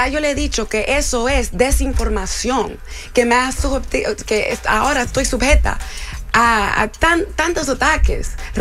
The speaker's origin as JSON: {"language": "Spanish", "country": "Dominican Republic", "lives_now": "United States", "said": "Ya yo le he comentado que yo nunca he insultado la bandera. Yo soy dominicana."}